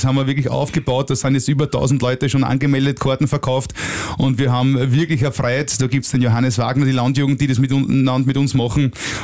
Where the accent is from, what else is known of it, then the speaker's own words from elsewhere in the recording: Lower Austria, Austria; wir als Niederösterreicher